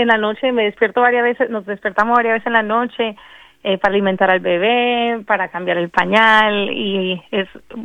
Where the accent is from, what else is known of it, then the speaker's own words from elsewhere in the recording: New Jersey, United States; born there; accent: Colombian (Antioquian); Sí, soy de Medellín. Bueno, mis padres nací en New Jersey, aquí en Estados Unidos, y me crié acá en Estados Unidos, pero sigo con un poquitico de acento colombiano.